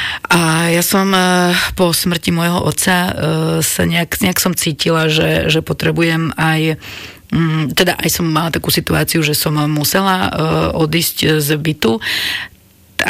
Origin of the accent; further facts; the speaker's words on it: Žilina, Žilina Region, Slovakia; born there; v mestskej časti Mojšova Lúčka a ja to cítim, že tam patrím, ja som sa tam dokonca narodila v dome číslo 106, ktorý zatopili. A potom sme sa museli presťahovať do na sídlisko, do paneláka.